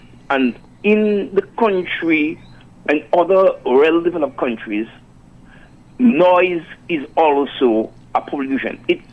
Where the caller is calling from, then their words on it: Guadeloupe; where I'm calling from Guadeloupe